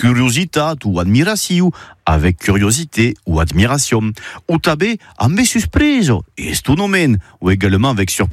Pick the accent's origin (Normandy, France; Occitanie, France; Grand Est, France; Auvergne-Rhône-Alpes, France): Occitanie, France